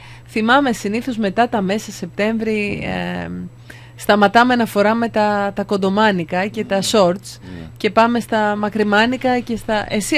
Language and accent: Greek; Greece; now in United States; Ναι, με τα τραγούδια του μεγαλώσαμε εκεί στην Ελλάδα, αλλά μου έκανε εντύπωση ότι και εδώ είδα πάρα πολύ, πολλές αναρτήσεις από Ελληνοαμερικάνους